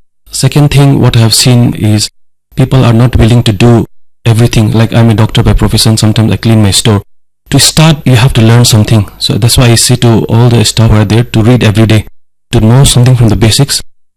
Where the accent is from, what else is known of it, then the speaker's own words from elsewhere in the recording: Sikkim, India; now in Kohima, India; I'm from Sikkim.